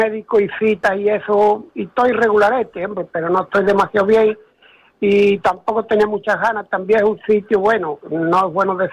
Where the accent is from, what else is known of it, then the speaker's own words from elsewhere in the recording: La Puebla de Cazalla, Andalusia, Spain; moved away as an adult; now in San Antonio, Spain; voy a punto de cumplir 75. Y una hermana mía que pinta en mi pueblo, que soy de la Puebla de Cazalla, ¿eh?, de Sevilla, pero llevo aquí ya 31 años.